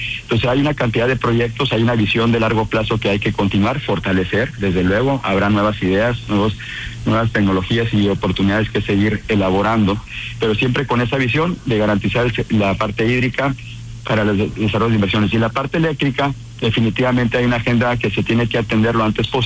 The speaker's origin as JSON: {"language": "Spanish", "region": "Sonora", "country": "Mexico", "said": "pero también queremos vivir en paz, queremos seguir siendo sonorenses, que vivimos felices, que cuidamos a nuestras familias"}